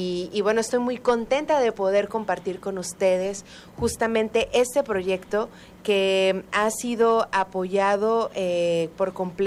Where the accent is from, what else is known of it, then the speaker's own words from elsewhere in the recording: Tabasco, Mexico; el poder estar lejos de mi tierra hizo también extrañar muchísimo